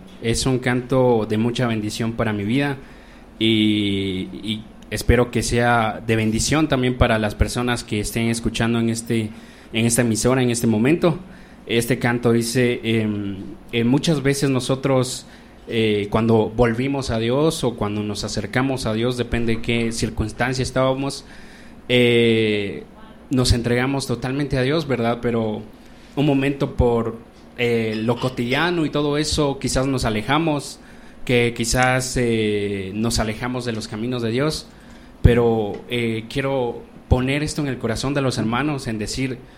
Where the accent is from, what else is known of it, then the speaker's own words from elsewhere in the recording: Patzicía, Chimaltenango, Guatemala; Vengo de iglesia, soy de Patizía y vengo de Iglesia Pentecostés de América, Casa de Oración, que es en Patizía, Chimaltenango